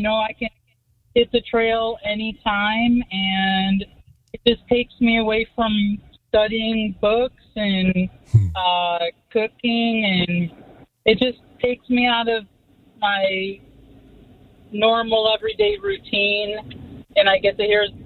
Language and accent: English; Park Forest, Illinois, United States; I grew up in Park Forest.